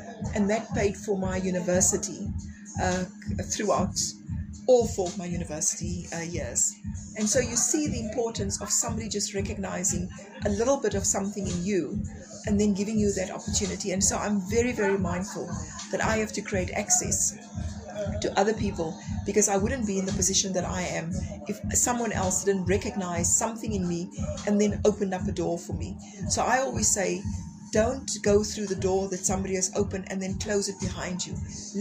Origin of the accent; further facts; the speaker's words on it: Western Cape, South Africa; I was born in the Eastern Cape, and when I was about 5 years old, my parents relocated to the Western Cape.